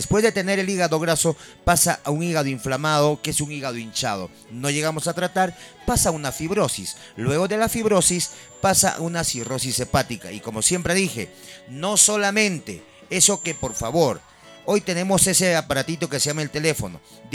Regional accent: Andahuaylas, Apurímac, Peru; siempre dije, yo soy de provincia, por ejemplo, yo vengo de Andahuaylas

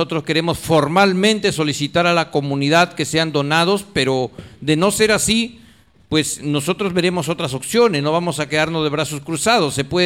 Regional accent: Olmos, Lambayeque, Peru; un profesional olmano

